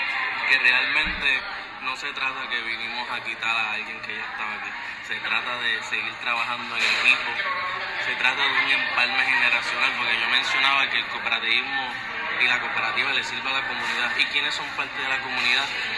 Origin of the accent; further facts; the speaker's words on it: Naguabo, Puerto Rico; now in Caguas, Puerto Rico; aunque actualmente vivo en Caguas. Soy joven de Nahuabo, estudié toda mi vida en barrio de Aguao, en el pueblo de Nahuabo, la Escuela Superior